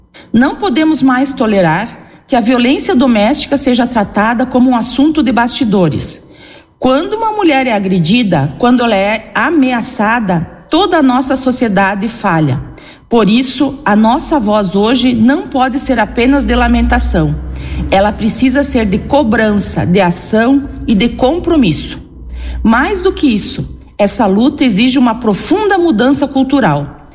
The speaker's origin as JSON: {"language": "Portuguese", "country": "Brazil", "said": "Como nós brasileiros estamos vendo esses fatos que nos angustiam, que nos inquietam?"}